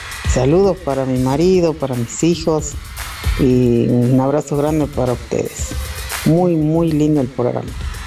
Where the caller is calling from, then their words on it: La Caldera, Salta, Argentina; de Argentina, de La Caldera, aquí viendo el programa con mi marido